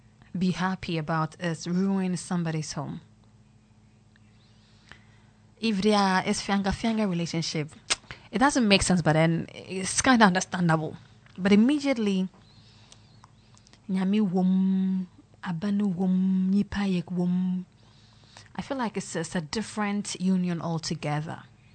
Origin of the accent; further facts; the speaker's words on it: Ghana